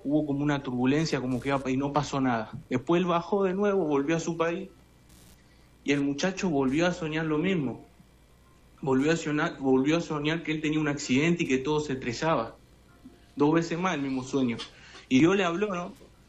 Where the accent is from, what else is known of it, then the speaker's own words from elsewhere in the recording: Argentina; now in Europe; aunque nosotros somos argentinos, bueno, yo estoy en Europa, pero aunque nosotros somos latinos en varios países